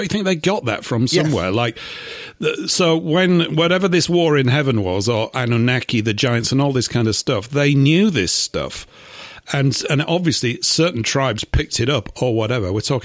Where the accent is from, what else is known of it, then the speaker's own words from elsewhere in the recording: Leeds, Yorkshire and the Humber, United Kingdom; it's got the word Leeds in it, which is my hometown.